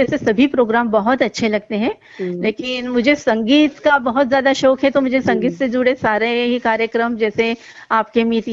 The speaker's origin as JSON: {"language": "Hindi", "town": "Khandwa", "region": "Madhya Pradesh", "country": "India", "tie": "born or raised there", "also_born_or_lived": "Ujjain", "said": "मेरा जन्म महाकाल की नगरी उज्जैन में हुआ था और मेरा बचपन यही खंडवा में ही बीता है और मेरा शैक्षणिक सफर भी पूरा खंडवा था कि मेरा विवाह भी खंडवा में ही हुआ है।"}